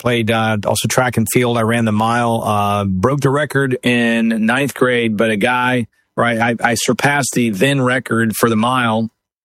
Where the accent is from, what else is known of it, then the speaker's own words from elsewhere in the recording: Jacksonville, Florida, United States; also born or lived in Atlanta / Merritt Island / Vero Beach; Born in Atlanta. My dad was in seminary up at Emory. And then we traveled, live in Merritt Island, Florida, Vero Beach, Florida, then Jacksonville, Florida, and put roots down really in Jacksonville